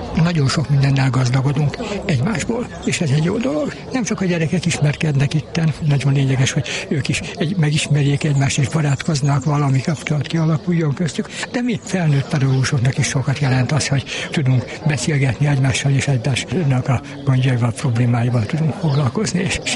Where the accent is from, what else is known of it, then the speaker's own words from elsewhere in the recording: Piliscsaba, Pest, Hungary; ott nálunk is Pilis Csabán